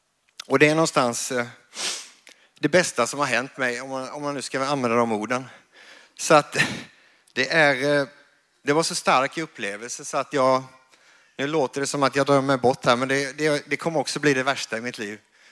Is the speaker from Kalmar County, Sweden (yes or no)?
yes; Kalmar, Kalmar County, Sweden; born there; jag är född i Kalmar.